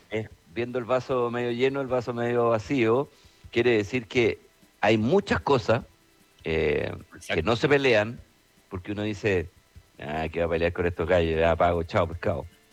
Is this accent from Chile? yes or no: yes; Chile; uno como es chileno es medio desconfiado, digamos.